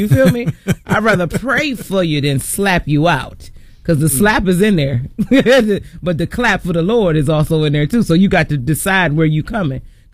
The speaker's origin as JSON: {"language": "English", "town": "East Cleveland", "region": "Ohio", "country": "United States", "tie": "born or raised there", "said": "I love that I grew up in East Cleveland."}